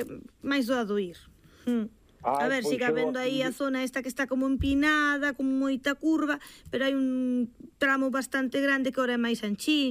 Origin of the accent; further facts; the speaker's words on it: Cedeira, Galicia, Spain; No, no, son de Cedeira, de Cedeira.